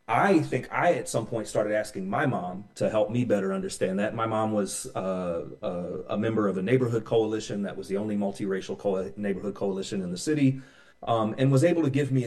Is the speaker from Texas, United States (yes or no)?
no; Kansas City, Missouri, United States; I grew up right off of the historic red line in Kansas City.